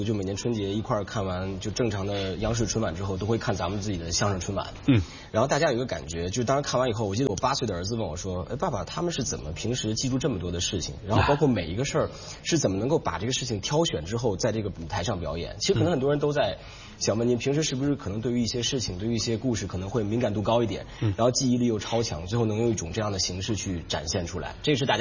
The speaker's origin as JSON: {"language": "Chinese", "country": "Hong Kong", "said": "我们香港人"}